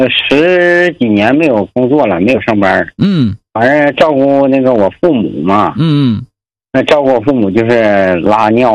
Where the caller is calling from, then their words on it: Changchun, Jilin, China; 我们都在河北打工。我是咱们长春人。